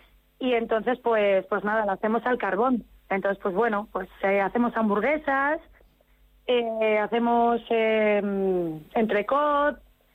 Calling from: Valladolid, Castile and León, Spain; Estamos en la calle Concha Velasco 27, estamos cerquita, somos del barrio de La Farola.

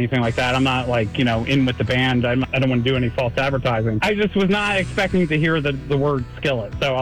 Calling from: Haddon Heights, New Jersey, United States; I live in Haddon Heights.

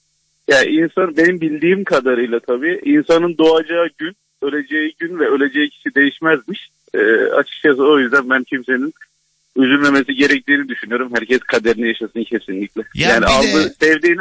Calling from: Istanbul, Turkey; İstanbul Ümraniye'den arıyorum.

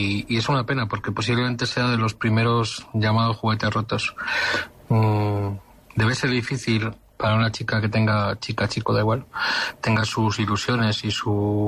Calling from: Madrid, Community of Madrid, Spain; de Madrid.

